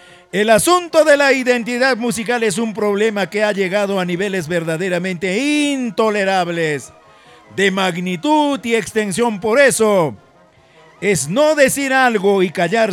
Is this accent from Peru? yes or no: yes; Ancash, Peru; nuestra región ancashina